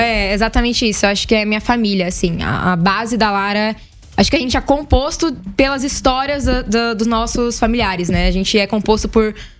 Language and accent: Portuguese; Piraju, São Paulo, Brazil; moved away as an adult; now in Ribeirão Preto, Brazil; eu sou daqui de Piraju, na verdade eu cresci aqui em Piraju, vivi e cresci aqui em Piraju